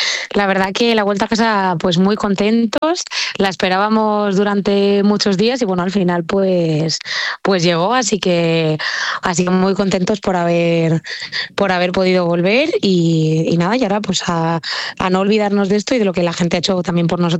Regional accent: Community of Madrid, Spain; nosotros pues en mi caso yo soy mitad de Robledo y mitad de Colmenar

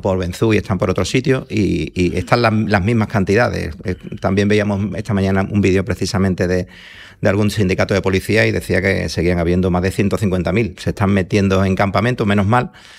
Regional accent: Ceuta, Spain; Pero bueno, tenemos que aguantar, somos de Ceuta y...

